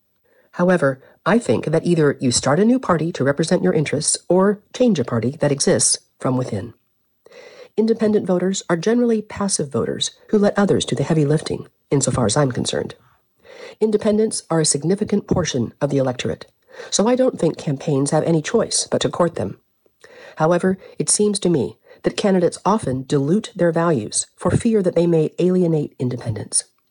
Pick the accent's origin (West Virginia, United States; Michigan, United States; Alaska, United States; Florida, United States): West Virginia, United States; In my home state of West Virginia, we are being sidelined from important races